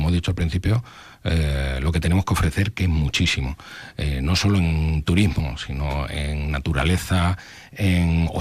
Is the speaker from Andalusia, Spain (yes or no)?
no; Cáceres, Extremadura, Spain; also born or lived in Valle del Jerte; Es verdad que soy cacereño, evidentemente Cáceres es, digamos, una de las banderas que tiene Extremadura. Claro. Y además yo también soy del Valle del Jerte